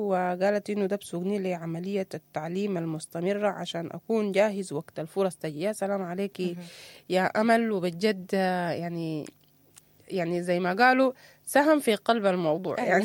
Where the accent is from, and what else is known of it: Sudan